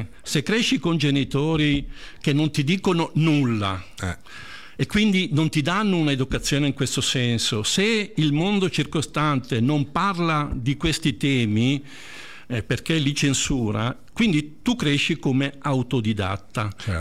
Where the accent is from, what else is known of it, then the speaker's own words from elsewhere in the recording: Lurate Caccivio, Lombardy, Italy; also born or lived in Southern Italy; sono un terrone e non mi vergogno a dirlo, perché quelle sono le mie origini. Sono cresciuto nel Comasco, perché mio padre a 4 anni mi ha portato in Lurate Cacivio, provincia di Como, e quindi i miei compagni, i miei amici di adolescenza erano tutti lombardi.